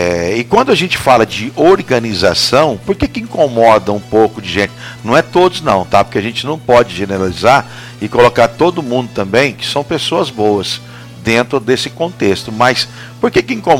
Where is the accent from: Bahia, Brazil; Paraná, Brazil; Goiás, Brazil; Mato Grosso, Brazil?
Mato Grosso, Brazil; Barra do Garças; Porque você é da Aragarças, eu sou da Barra.